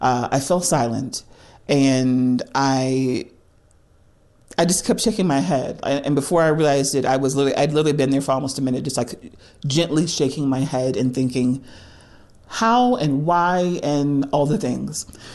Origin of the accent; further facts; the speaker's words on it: Louisiana, United States; moved away as an adult; now in Colorado, United States; So about 4 years ago, I went to Louisiana, my home state. I'd been living in Colorado for a few years